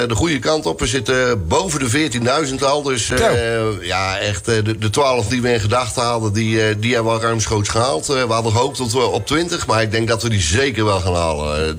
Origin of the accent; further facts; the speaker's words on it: Netherlands; Komen we uit Nederland?